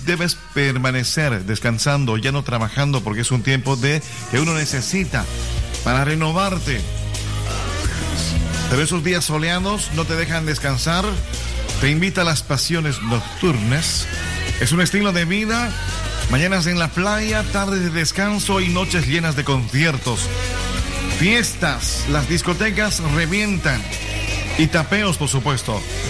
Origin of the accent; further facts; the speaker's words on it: Tarija, Bolivia; now in Murcia, Spain; me recuerdan a mi tierra, Tarija. Es una ciudad centeña en Bolivia.